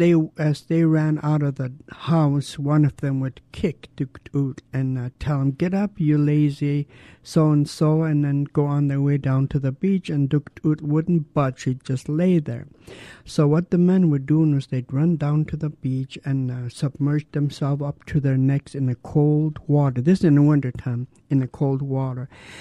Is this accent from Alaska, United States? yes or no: yes; Douglas, Alaska, United States; I was born and raised in Douglas. I belong to the Raven Moiety.